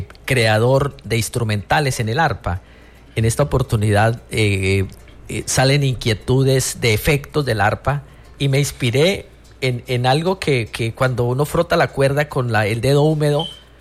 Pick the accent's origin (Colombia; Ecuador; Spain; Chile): Colombia; Boyacá; moved away; siendo yo un boyacense, pues nací con un cierto talento